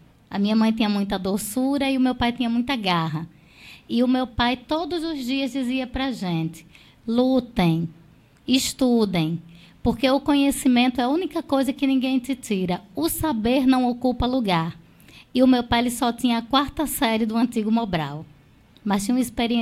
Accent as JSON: {"language": "Portuguese", "town": "Santa Rita", "region": "Paraíba", "country": "Brazil", "tie": "born or raised there", "also_born_or_lived": "Bayeux, Paraíba", "said": "eu sou mulher, 46+, nordestina, paraibana, santarritense com extensão em Bahia. Porque eu só não nasci em Bahia porque não tinha maternidade nos anos 80. Eu tive que vir nascer na Flávio Ribeiro."}